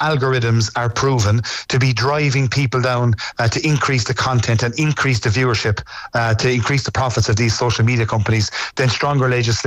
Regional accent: Ireland; as an Irish government and as an Irish people

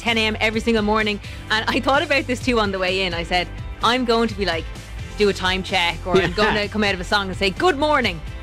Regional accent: Ireland; we're Irish people

